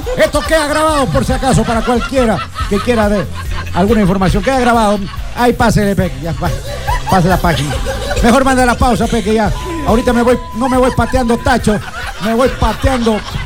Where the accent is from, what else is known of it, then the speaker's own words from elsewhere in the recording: Ecuador; porque yo soy ecuatoriano